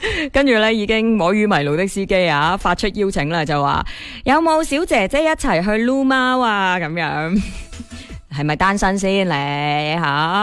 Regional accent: Guangdong, China; 属于我哋广东人嘅浪漫啊

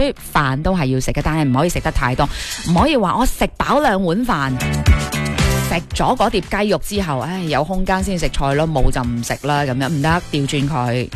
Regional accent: China; 咁我哋中国人嘅食饭顺序大部分就系、是、啊，先夹个肉先啦，系咪啊？

